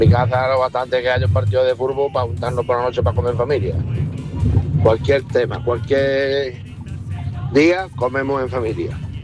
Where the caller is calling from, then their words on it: Spain; de Villaverde.